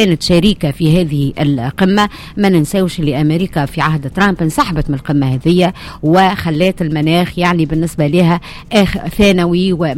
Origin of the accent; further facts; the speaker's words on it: Tunisia; السنه كان متعب لنا كتوانسه